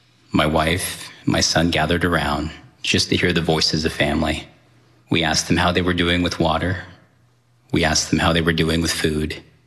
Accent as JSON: {"language": "English", "country": "United States", "tie": "born or raised there", "said": "Growing up on the reservation, my grandparents who raised me, they would share stories about the land, the culture, the family."}